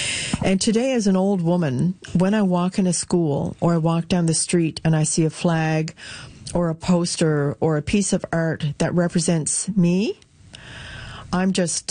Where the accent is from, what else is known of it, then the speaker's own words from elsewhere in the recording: Stephenville, Newfoundland and Labrador, Canada; You know, I grew up in a time when we were invisible. And I grew up in Stephenville. You know, I'm dark-skinned.